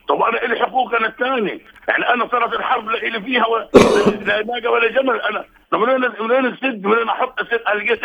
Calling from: Gaza, Gaza Strip, Palestine; احنا وضعنا في غزة, هان انا بكلمك من غزة … بكلمك من غزة

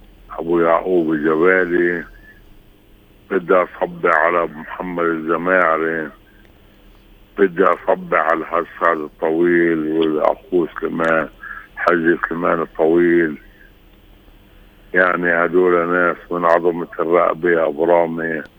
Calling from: Hebron, Hebron Governorate, Palestine; اللي كلنا بنعتز انه احنا فلسطينية واحنا خلايلة بالذات.

